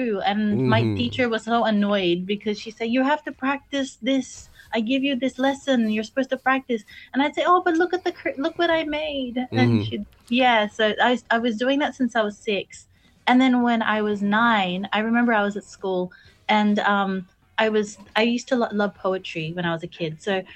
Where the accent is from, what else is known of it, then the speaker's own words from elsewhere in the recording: Brisbane, Queensland, Australia; born there; I'm from Brisbane po, originally. Born in Brisbane.